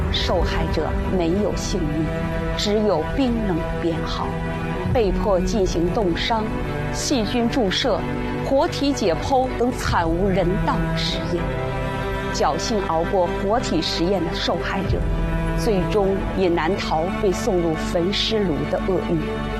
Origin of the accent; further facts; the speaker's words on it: Harbin, Heilongjiang, China; 身为土生土长的哈尔滨人